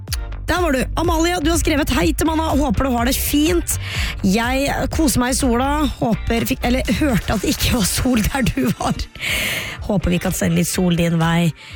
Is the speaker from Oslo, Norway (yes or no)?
yes; Oslo, Norway; Jeg kommer fra Prinsdal, det liksom midt mellom Holmlia og Hauketo.